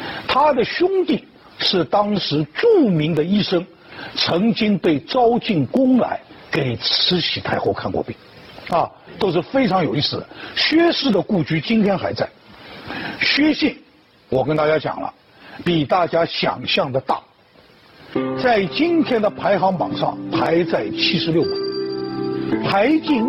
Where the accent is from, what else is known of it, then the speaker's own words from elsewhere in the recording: Wuxi, Jiangsu, China; 无锡，我的老家无锡有一个非常有名的小吃王兴记小笼包。